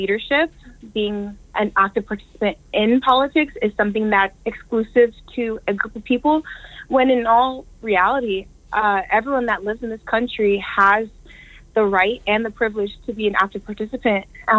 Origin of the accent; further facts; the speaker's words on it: Perth Amboy, New Jersey, United States; born and raised in New Jersey. I'm actually from Perth Amboy.